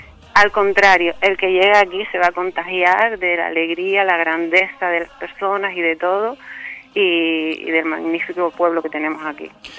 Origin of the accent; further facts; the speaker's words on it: Canary Islands, Spain; Sabemos que Canarias es un pueblo solidario, pero mi pueblo es que vamos, se llama La Palma.